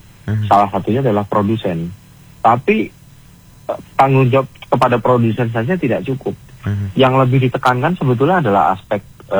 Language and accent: Indonesian; Malang, East Java, Indonesia; kita warga Kota Malang